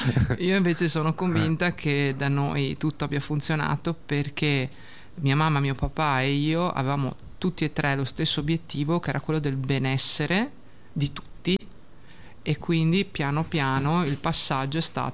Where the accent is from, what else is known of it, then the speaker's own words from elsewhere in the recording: Veneto, Italy; Giustissimo, no? Okay. Veneta doc.